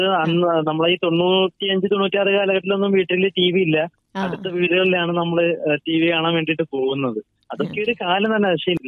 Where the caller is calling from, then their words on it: Kilikolloor, Kerala, India; ഞാൻ കൊല്ലം ജില്ലയിലെ കിളികല്ലൂർ നിന്നാണ് വിളിക്കുന്നത്.